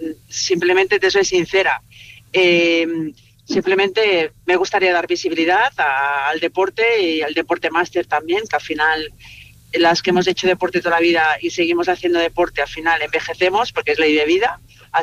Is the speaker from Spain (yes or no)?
yes; Menorca, Balearic Islands, Spain; moved away as an adult; now in Asturias, Spain; yo llevo más de 20 años en Asturias, porque yo me dediqué al mundo del ciclismo profesional y al final yo soy de Menorca y Menorca es una isla pequeña que te limita